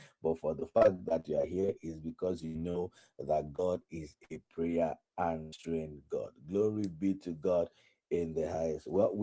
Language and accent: English; Osogbo, Osun, Nigeria; now in Abuja, Nigeria; in my hometown, in Oshogbo